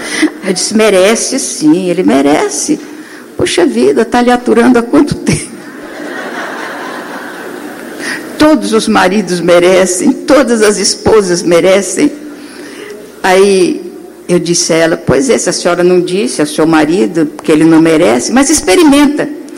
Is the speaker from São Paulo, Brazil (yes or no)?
no; Mato Grosso, Brazil; como eu via na minha infância em Mato Grosso. Não sou carioca, não, sou mato-grossense.